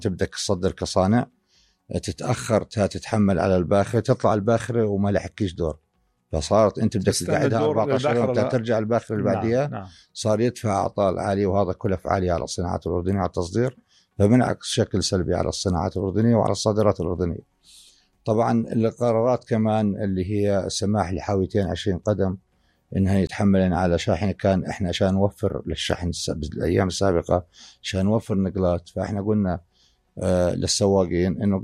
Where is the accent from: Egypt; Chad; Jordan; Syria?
Jordan; احنا عندنا بالأردن